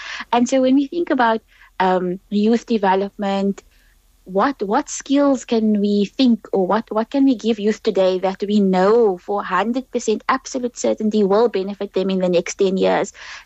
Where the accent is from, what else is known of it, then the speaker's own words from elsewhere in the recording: South Africa; as Muslim South African youth, we have the beautiful heritage of Islam and we have the amazing heritage of our country.